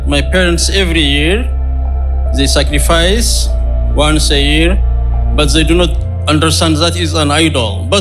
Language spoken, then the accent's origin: English; Eritrea; now in Netherlands; I am from Eritrea, but I reside here in the Netherlands.